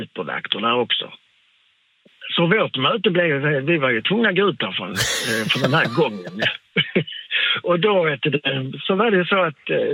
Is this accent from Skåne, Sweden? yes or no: yes; Malmö, Skåne, Sweden; Ja, men vi bor i en stuga här på Öland. Jaha, var kommer ni med? Ja, vi är från Malmö, sa jag.